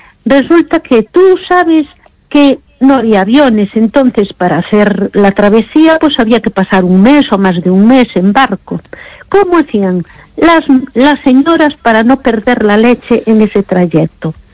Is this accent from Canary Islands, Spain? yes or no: no; Galicia, Spain; Mira, hay cosas, por ejemplo, que nosotros que somos tan gallegos